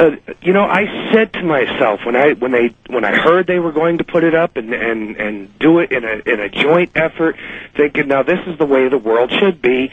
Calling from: New York, United States; Western New York.

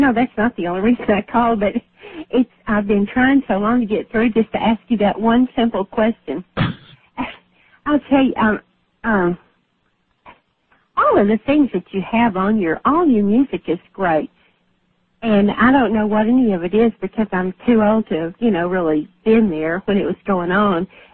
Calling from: Shreveport, Louisiana, United States; I'm calling from Shreveport, Louisiana, and whenever we get your program, it's midnight Central Time.

